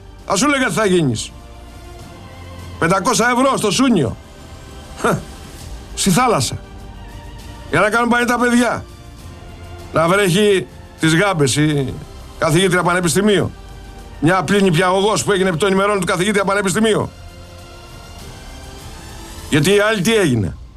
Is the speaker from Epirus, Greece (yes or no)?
no; Mystras, Peloponnese, Greece; στα μέρη μου, στο Μιστρά.